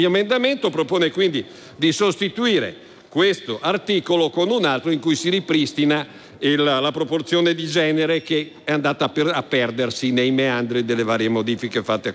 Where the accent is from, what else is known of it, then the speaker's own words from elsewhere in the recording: Trentino-Alto Adige, Italy; first language Italian; Guarda caso anch'io sono un sudtirolese di madrelingua italiana, sono un italiano